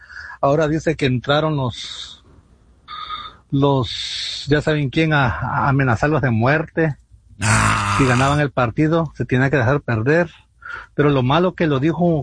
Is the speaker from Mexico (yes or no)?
no; Ecuador; Con eso no se juega, pero bueno, soy ecuatoriano, no, todavía no lo supera.